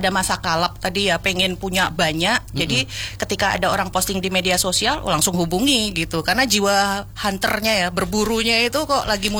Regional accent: Pontianak, West Kalimantan, Indonesia; moved away; Jadi kalau kebetulan saya itu kan aslinya dari Pontianak, Kalimantan Barat.

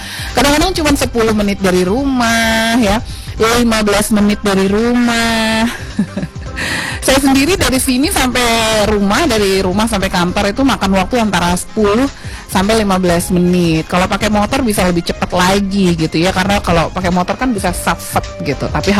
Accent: West Nusa Tenggara, Indonesia; Ini adalah satu bentuk kesyukuran kita sebagai warga Nusa Tenggara Barat.

